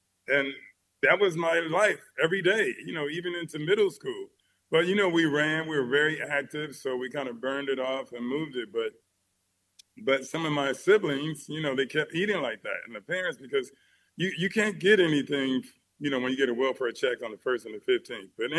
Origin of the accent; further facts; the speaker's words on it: Los Angeles, California, United States; I'm number 10 of 12 kids. I grew up in Watts, South Central, whatever you want to call it. But anyway, we were welfare recipients.